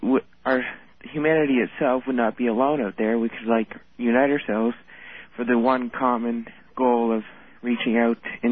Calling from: New Brunswick, Canada; I'm calling from New Brunswick, Canada.

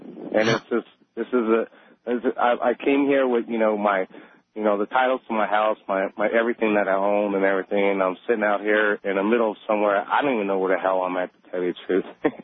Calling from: Welsh, Louisiana, United States; I'm in Welsh, Louisiana right now.

